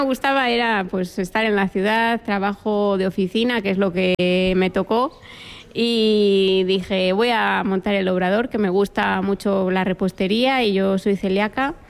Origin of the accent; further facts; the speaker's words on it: Aguilar de Campoo, Castile and León, Spain; also born or lived in Madrid; Soy de Menaza, un pueblo de 25 habitantes de Aguilar de Campoo